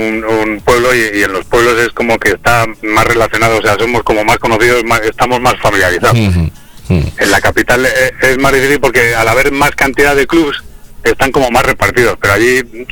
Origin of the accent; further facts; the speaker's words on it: Grijota, Castile and León, Spain; era el equipo de mi pueblo